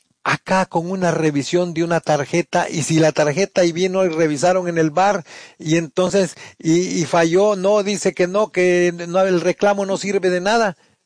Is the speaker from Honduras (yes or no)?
yes; Honduras; moved away; ayer estábamos viendo los juegos de la Liga Nacional en mi país.